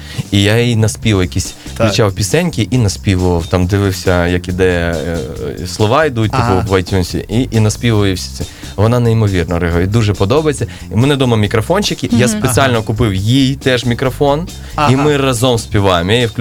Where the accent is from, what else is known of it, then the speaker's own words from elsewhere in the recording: Kherson, Kherson Oblast, Ukraine; я ж родом з Херсона.